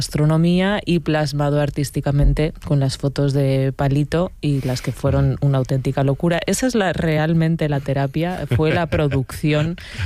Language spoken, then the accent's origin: Spanish; Extremadura, Spain; Es que yo soy muy extremeña.